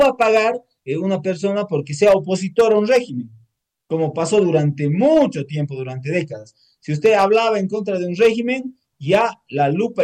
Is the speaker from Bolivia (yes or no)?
yes; Bolivia; el gran desafío que tenemos como bolivianos